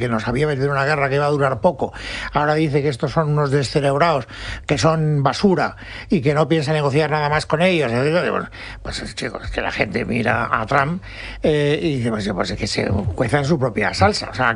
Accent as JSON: {"language": "Spanish", "country": "Spain", "said": "estamos hablando de España porque somos españoles"}